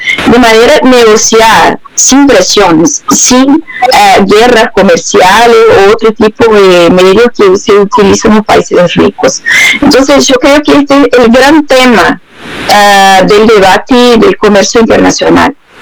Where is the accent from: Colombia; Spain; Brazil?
Brazil